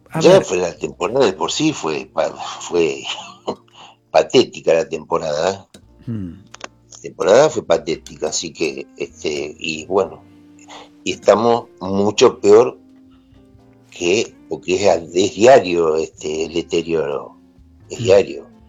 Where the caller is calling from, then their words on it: Mar del Plata, Buenos Aires Province, Argentina; Yo vivo en Bolívar y Santiago del Estero.